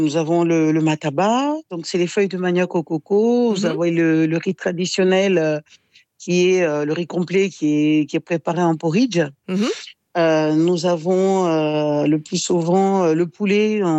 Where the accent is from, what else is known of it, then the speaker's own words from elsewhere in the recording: Mayotte; je fais la production de riz, riz complet, de riz padi, on appelle ça chez nous à Mayotte.